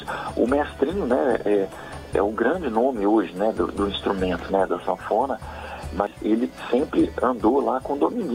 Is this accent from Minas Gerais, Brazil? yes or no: yes; Minas Gerais, Brazil; Assim, eu sou de Minas, né?